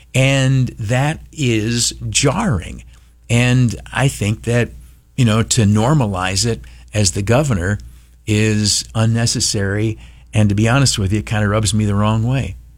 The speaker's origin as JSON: {"language": "English", "country": "United States", "said": "I'm an American. I'm a Christian."}